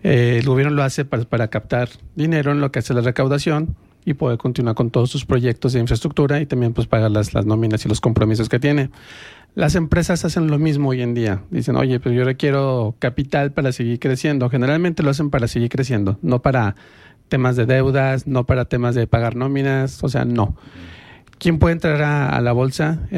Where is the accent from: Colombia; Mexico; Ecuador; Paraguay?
Mexico